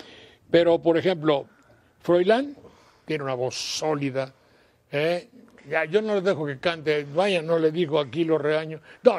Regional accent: Veracruz, Mexico; born there; Pero en mi caso es muy raro porque los de Bandería dicen que soy de Jalapa. Y los de Jalapa dicen que soy Bandería. Ninguno quiere aceptarme como mi tierra de nacimiento.

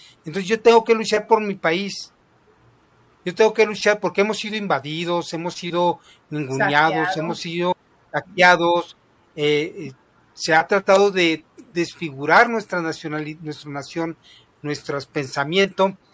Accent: Mexico; nuestra conciencia como mexicano

